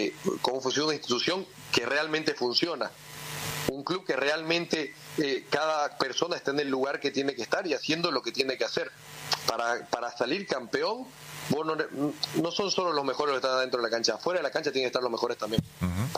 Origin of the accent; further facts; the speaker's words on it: Salta, Argentina; Yo soy de Salta, imagínate.